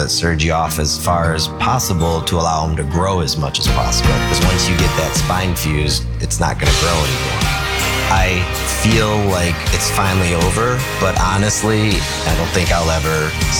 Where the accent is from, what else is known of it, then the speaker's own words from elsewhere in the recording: Phoenix, Arizona, United States; we are from Phoenix.